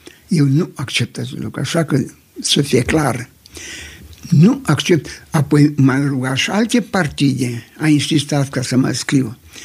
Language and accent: Romanian; Romania; Eu sunt român și român rămân.